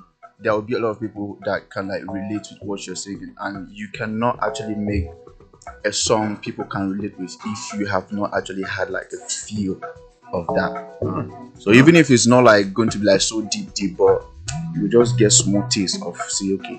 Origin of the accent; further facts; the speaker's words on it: Anambra, Nigeria; From Anambra State.